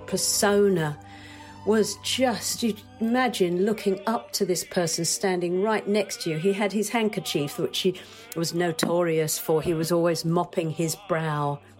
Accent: United Kingdom; I really did because, you know, I'm British and I'm very proud.

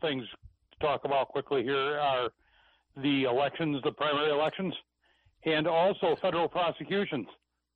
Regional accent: Michigan, United States; Well, you know, we're from Michigan.

